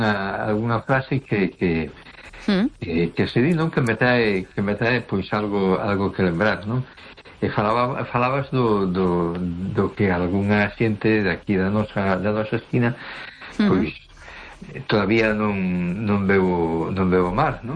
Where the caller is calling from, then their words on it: A Coruña, Galicia, Spain; Boa noite … … de Coruña.